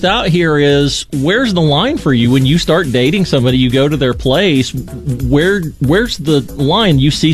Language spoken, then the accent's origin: English; United States; I grew up in Randolph County in what was essentially a nice treehouse.